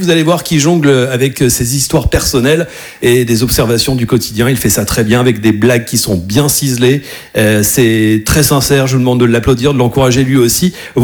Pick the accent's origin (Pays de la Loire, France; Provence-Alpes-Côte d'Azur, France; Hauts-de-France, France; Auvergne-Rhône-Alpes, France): Hauts-de-France, France; Berck-sur-Mer